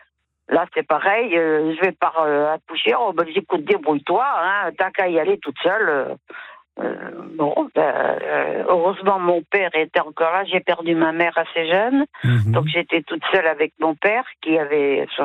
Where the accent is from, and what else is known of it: Nouvelle-Aquitaine, France